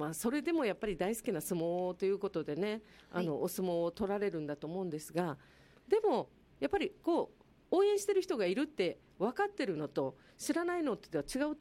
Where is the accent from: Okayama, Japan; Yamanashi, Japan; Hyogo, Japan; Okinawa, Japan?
Okinawa, Japan; うちなんちゅう私1人